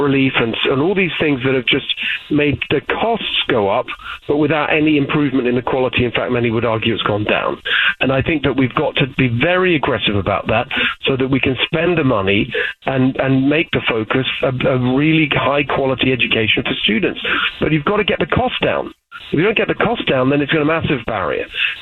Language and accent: English; England, United Kingdom; moved away as an adult; now in California, United States; I grew up in England in a working-class immigrant household. My parents were refugees from communism, and I ended up in Oxford University